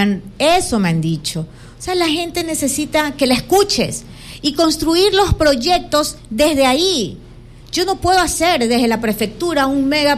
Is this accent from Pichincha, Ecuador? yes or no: no; Babahoyo, Los Ríos, Ecuador; yo soy de Babahoyo.